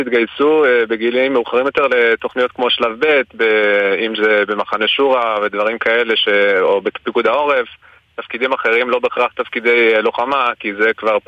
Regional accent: Beit Shemesh, Jerusalem District, Israel; אני מבית שמש.

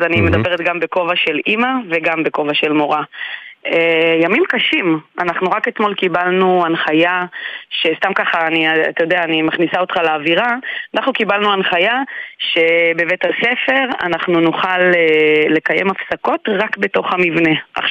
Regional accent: Kiryat Shmona, Northern District, Israel; אוקיי, אני ילידת קריית שמונה, אז אני מרגישה כאילו מעולם לא עזבתי, כי אני גם בוגרת בית הספר. אני בת 47

